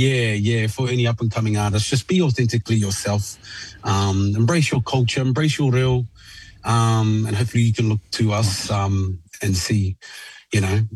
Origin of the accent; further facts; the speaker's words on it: Taranaki, New Zealand; Oh, yeah. I was raised in Taranaki, and we used to go, dive.